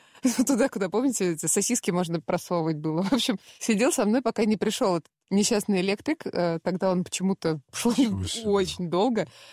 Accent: Ukraine; Ну, я здоровый детства, украинец.

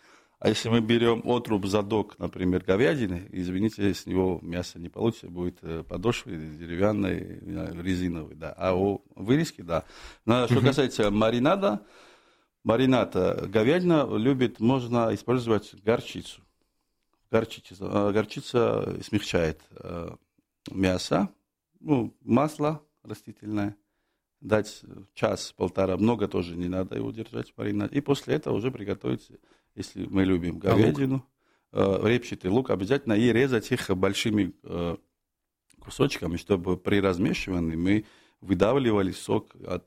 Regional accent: Georgia; now in Moscow, Russia; я представитель прекрасной Грузии, я из Грузии, я давно в России, в Москве, в целости, в этом городе

